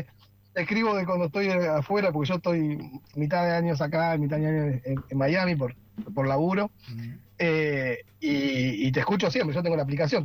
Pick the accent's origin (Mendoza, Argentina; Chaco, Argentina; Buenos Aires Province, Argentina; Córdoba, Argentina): Buenos Aires Province, Argentina; Hurlingham; Vos sos de Zona Norte, yo también, yo soy de Hurlingham, o sea, estamos cerca.